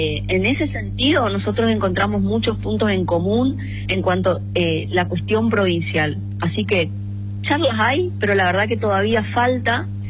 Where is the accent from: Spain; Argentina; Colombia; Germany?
Argentina; Eldorado, Misiones; Somos acá del Dorado, nos conocemos todos